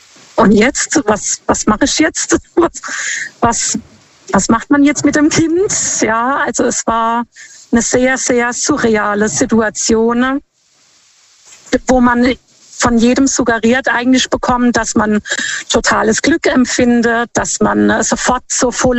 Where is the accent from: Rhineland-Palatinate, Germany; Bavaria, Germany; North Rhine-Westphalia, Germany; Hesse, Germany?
Hesse, Germany; Lampertheim; Ich komme aus Lampertheim.